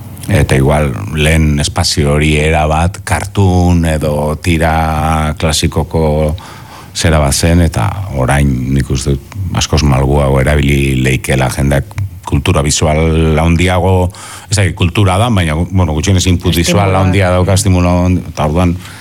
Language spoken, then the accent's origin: Basque; Basque Country, Spain; euskalduna naiz